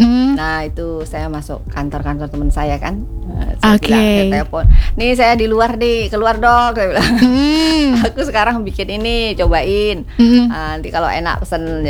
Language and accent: Indonesian; Tanjung Pinang, Riau Islands, Indonesia; also born or lived in Klaten, Central Java; Saya itu ikut merantau ibu saya di kelas 1 SD.